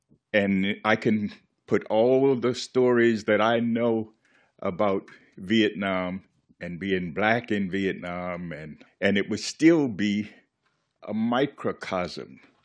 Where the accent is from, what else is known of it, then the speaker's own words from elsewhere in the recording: the South, United States; So, and I'm from deep from the South, segregated South. So I have those experiences as well.